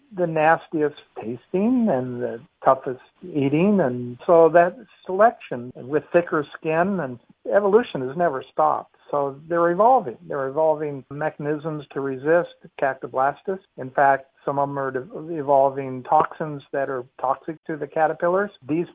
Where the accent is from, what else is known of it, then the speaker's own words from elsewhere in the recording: Australia; moved away as an adult; now in United States; as you can hear from my accent, I'm an American-born Australian, as I like to say, but living in America.